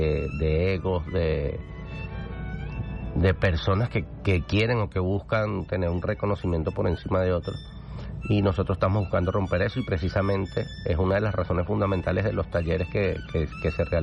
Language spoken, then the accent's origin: Spanish; Caracas, Capital District, Venezuela; Yo vengo de La Vega, yo vengo de Katia